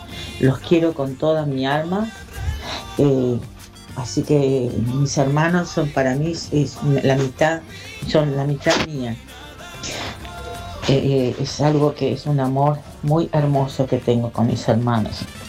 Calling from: Florencio Varela, Buenos Aires Province, Argentina; filoyente de Florencio Varela.

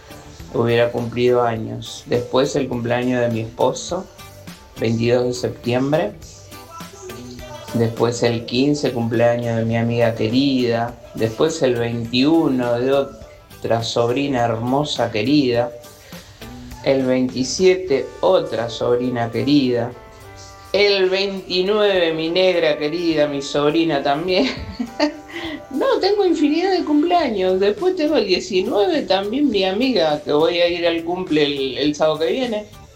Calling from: Lomas del Mirador, Buenos Aires Province, Argentina; de Lomas del Mirador.

